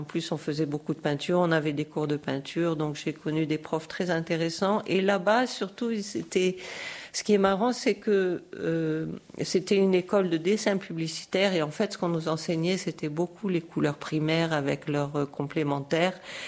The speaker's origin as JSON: {"language": "French", "country": "Morocco", "tie": "born or raised there", "moved": "yes", "said": "J'ai grandi au Maroc"}